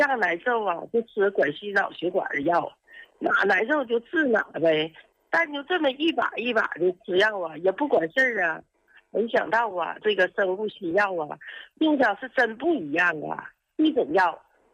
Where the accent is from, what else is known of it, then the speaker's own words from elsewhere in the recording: Fushun, Liaoning, China; 我是辽宁抚顺的，今年66岁